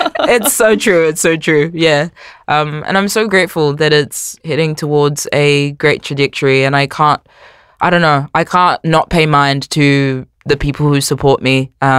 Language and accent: English; Dunedin, Otago, New Zealand; moved away as an adult; now in Auckland, New Zealand; I grew up in Dunedin.